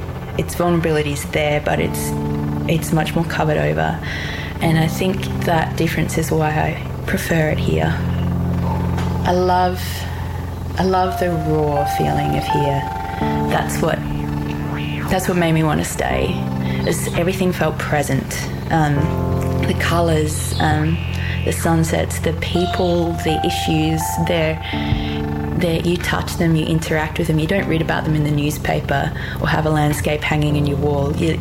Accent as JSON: {"language": "English", "region": "South Australia", "country": "Australia", "tie": "born or raised there", "said": "I was born in South Australia, but moved around a lot growing up and never identified with anywhere strongly as home. I spent my teenage years in South Australia"}